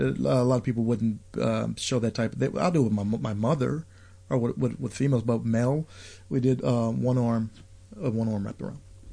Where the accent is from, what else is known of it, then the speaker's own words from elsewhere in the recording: St. Louis, Missouri, United States; so I grew up in North St. Louis in one of those towns where it was an old German town called Baden, you know.